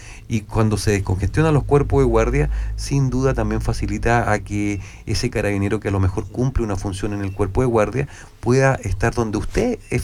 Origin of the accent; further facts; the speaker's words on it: Castro, Los Lagos, Chile; como buen nacido y criado en Chiloé, Castro, trabajé en esta zona